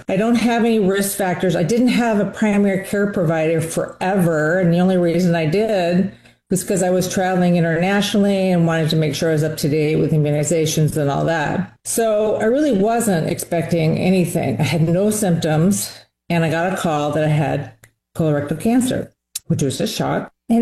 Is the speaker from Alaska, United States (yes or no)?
yes; Anchorage, Alaska, United States; I'm from Anchorage, Alaska. I'm a physician assistant. I work for the Department of Corrections here in Anchorage.